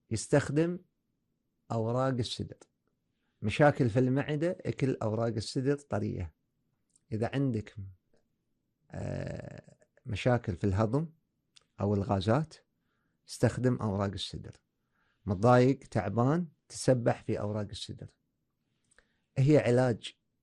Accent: Kuwait; عندنا في الكويت

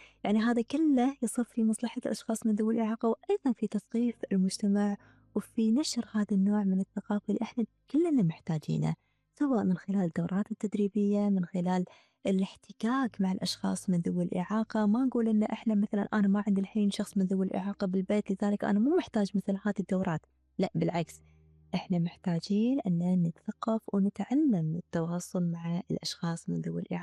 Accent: Kuwait

